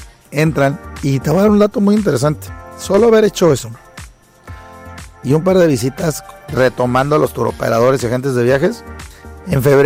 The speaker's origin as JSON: {"language": "Spanish", "country": "Mexico"}